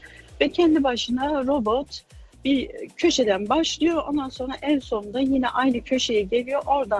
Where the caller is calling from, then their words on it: Berlin, Germany; Berlin'den arıyorum.